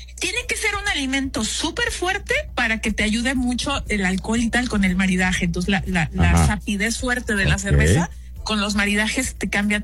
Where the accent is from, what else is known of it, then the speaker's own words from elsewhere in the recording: Mexico; moved away as an adult; now in Spain; De esa prisa que como mexicano digo, tengo que producir y ganar.